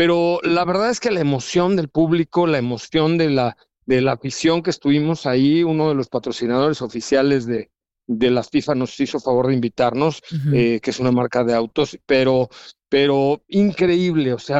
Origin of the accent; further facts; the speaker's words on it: Yucatán, Mexico; que mi cabeza no entraba porque soy yucateco, güey.